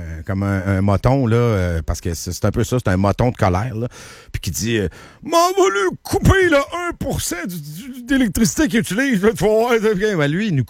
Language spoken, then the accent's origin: French; Canada; Nous autres, on n'est pas comme ça, on est des Canadiens, nous autres.